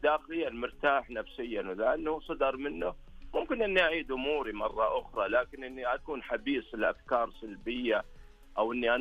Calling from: Riyadh, Riyadh Province, Saudi Arabia

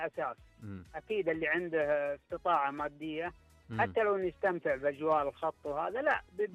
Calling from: Medina, Medina Province, Saudi Arabia; بخير من المدينة منورة.

